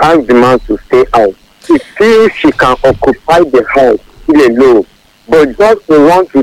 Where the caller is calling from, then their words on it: Abuja, Federal Capital Territory, Nigeria; from Abuja.